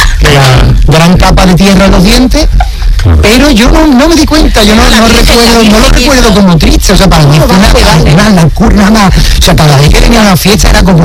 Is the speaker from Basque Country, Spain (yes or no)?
no; Cádiz, Andalusia, Spain; yo soy de Cádiz, entonces en Cádiz no nos tocaba